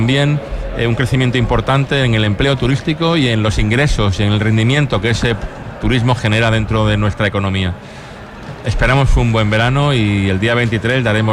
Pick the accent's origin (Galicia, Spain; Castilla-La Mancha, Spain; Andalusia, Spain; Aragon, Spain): Andalusia, Spain; Málaga; me he presentado como un malagueño